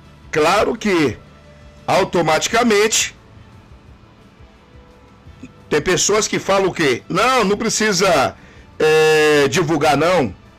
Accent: Brazil; eu sou brasileiro

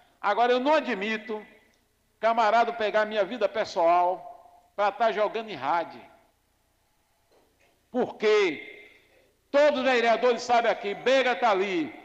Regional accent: Conceição do Jacuípe, Bahia, Brazil; born there

